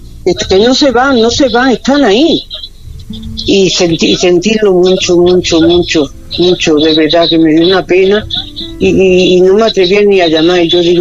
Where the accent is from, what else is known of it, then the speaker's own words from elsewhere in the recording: Córdoba, Andalusia, Spain; now in Granada, Spain; Soy cordobesa.